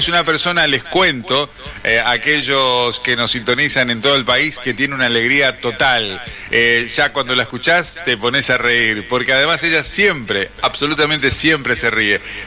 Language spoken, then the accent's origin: Spanish; General Pico, La Pampa, Argentina; Estas son voces de mi tierra, son voces de la ciudad de General Pico, de la provincia de La Pampa.